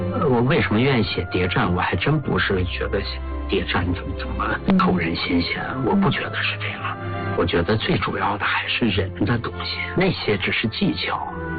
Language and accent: Chinese; Heilongjiang, China; 就因为我本身是黑龙江人嘛，小时候文物多，我对那块土地特别熟悉嘛